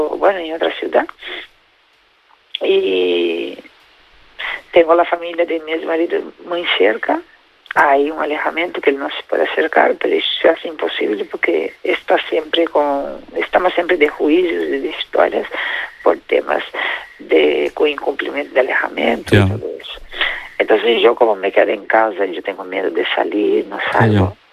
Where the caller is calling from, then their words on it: Tarragona, Catalonia, Spain; Yo estoy en Cataluña.